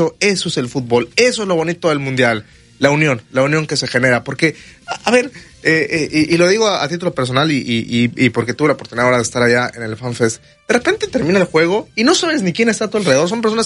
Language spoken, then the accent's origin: Spanish; Mexico; los mexicanos les devolvemos ese apoyo